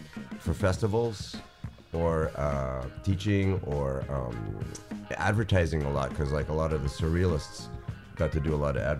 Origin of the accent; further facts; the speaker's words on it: Hawaii, United States; moved away; also born or lived in Philadelphia; Well, so I grew up on Maui and Oahu. And I lived in Philadelphia for about 18 years. And I moved back here about 5 years ago.